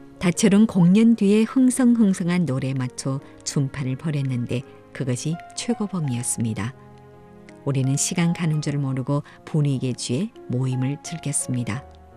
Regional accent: Yanbian, Jilin, China; 태어나서부터 지금까지 연변에 팔을 붙이고 살아온 나는 조선족 학교를 다니고 조선족 학교에서 교편을 잡다 보니 한우 수준이 낮았습니다.

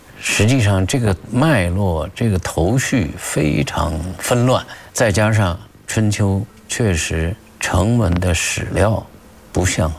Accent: China; 我们中国人

